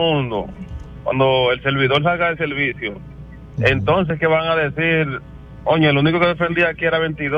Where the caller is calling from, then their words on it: Neiba, Bahoruco, Dominican Republic; mi pueblo de Neiva